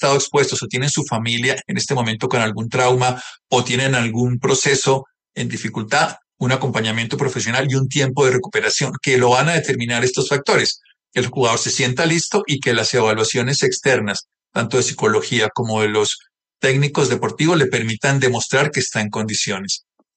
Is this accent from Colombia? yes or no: yes; Colombia; Pero como colombianos, dejemos las divisiones, dejemos todas las hipótesis que nos separan y juntémonos porque nos tiene doler a todos.